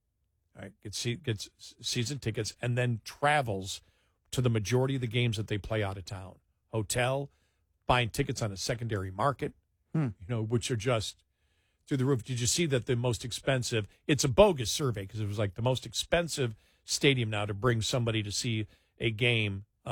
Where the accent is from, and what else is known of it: Buffalo, New York, United States; born or raised there